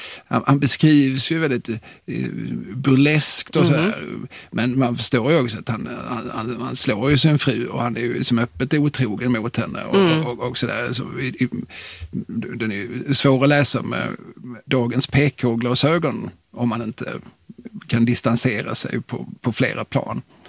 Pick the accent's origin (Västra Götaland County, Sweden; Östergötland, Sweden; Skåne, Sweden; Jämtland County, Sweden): Skåne, Sweden; Det är lite intressant för att jag är ju själv från Skåne.